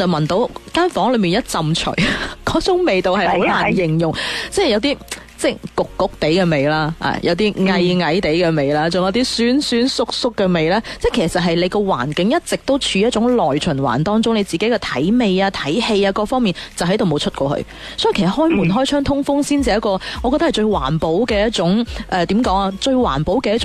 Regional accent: Guangdong, China

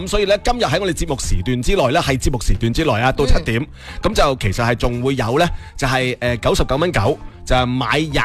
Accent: Guangdong, China; 我哋广东人

